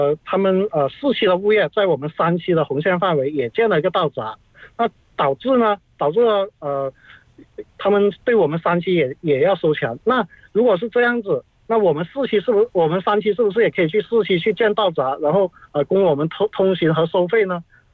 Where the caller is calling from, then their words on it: Huizhou, Guangdong, China; 我来自广东惠州博罗。